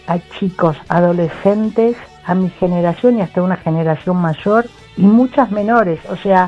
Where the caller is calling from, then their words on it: Buenos Aires, Argentina; soy de Belgrano, tengo 65 años.